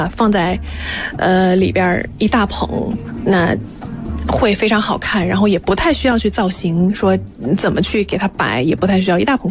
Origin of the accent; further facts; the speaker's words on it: China; 但是我们中国人会对菊花有一些忌讳。